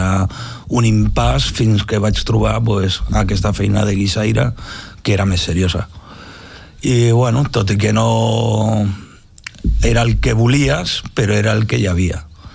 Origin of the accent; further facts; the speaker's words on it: Cardedeu, Catalonia, Spain; Quan era un jove, era d'aquells joves rebels que sempre renegava del meu poble, que no hi ha res, que no es fa res.